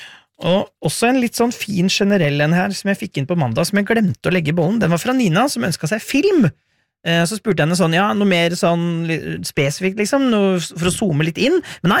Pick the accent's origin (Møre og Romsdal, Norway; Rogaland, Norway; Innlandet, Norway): Innlandet, Norway; accent: Eastern Norwegian; jeg kommer egentlig fra Hedmarken, men har aldri snakket hedmarksdialekt sånn... Jeg kan gjøre det hvis jeg vil, men det ikke det. Hvis munnen bare har lyst til å gjøre den vil, så snakker den østlandsdialekt.